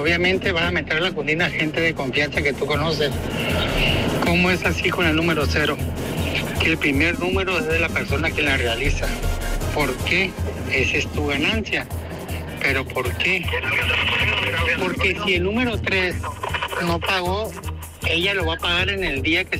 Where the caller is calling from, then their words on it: Mulegé, Baja California Sur, Mexico; en mi pueblo yo soy de Mulegé.